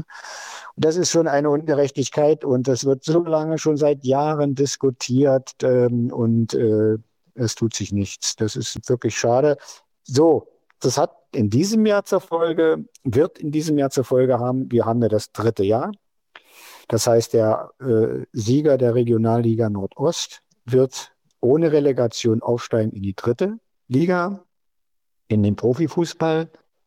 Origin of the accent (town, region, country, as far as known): East Germany, Germany